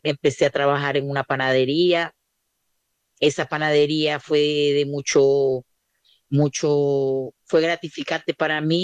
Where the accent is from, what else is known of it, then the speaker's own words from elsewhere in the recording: Zulia, Venezuela; moved away as an adult; now in Chile; tengo 52 años, soy venezolana del estado Zulia, emigré hace 9 años